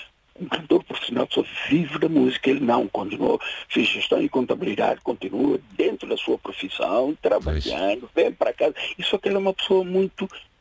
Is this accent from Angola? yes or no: no; São Tomé & Príncipe; moved away; also born or lived in Mozambique; Eu sou originário de São Tomé.